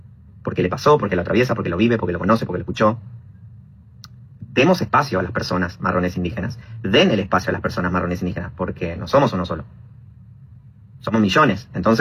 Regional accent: Argentina; yo soy un argentino marrón, muestro mi perfil, también puedo mostrar ahora mi pelo, mi pelo largo indígena.

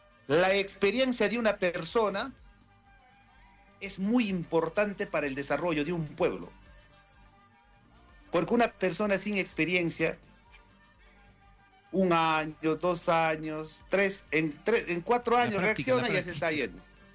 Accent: Ancash, Peru; moved away; also born or lived in San Luis, Ancash; No soy de San Luis, soy como usted, de una comunidad tan pobre que es Maribamba, pero en San Luis me acogieron, me dieron mucho cariño, me formaron, me enseñaron a trabajar. Por eso amo mi provincia.

